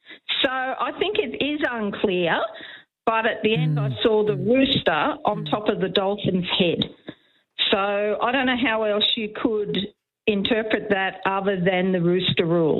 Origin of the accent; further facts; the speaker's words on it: Sydney, New South Wales, Australia; When I was growing up in Sydney